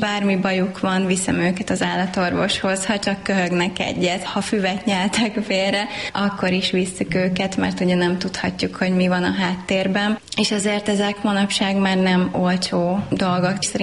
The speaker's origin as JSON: {"language": "Hungarian", "town": "Balatonlelle", "region": "Somogy", "country": "Hungary", "tie": "born or raised there", "said": "Én Balaton-Lelléről származom, illetve ott nőttem fel."}